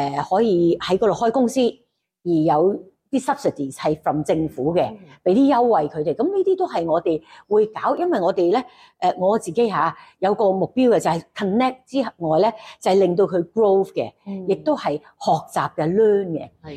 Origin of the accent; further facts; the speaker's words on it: Hangzhou, Zhejiang, China; 咁我覺得杭州咧，其實係一個好多年青人。好多 motivation， 好多活力嘅城市，亦都系我嘅乡下。